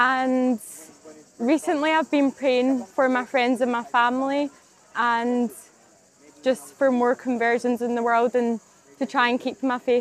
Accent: Scotland, United Kingdom; I'm from Scotland.

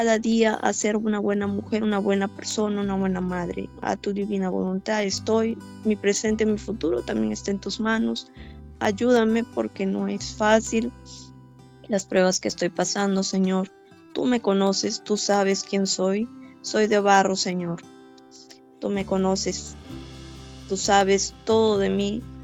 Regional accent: Piura, Peru; soy de Piura, Perú

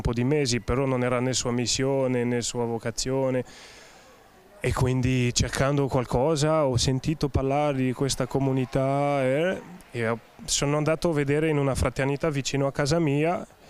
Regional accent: Paris, Île-de-France, France; Italian is a second language; vengo da Parigi, 33 anni, e fa un po' di anni che adesso sono nella comunità Cenacolo in diverse fraternità in Europa

